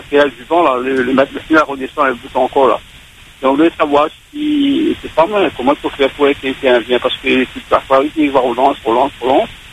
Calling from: Saint-Benoît, Réunion

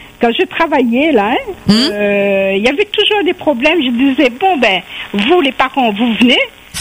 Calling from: Réunion; Nous, la Réunion, étant donné que c'est une petite pointe.

